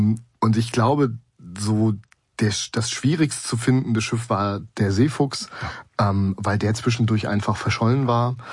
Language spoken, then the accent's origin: German; Rostock, Mecklenburg-Vorpommern, Germany; Also ich bin 1989 in Rostock geboren und da hat meine ganze Familie väterlicherseits, also Onkel, Vater, Opa, die haben alle auf den Rostocker Werften gearbeitet.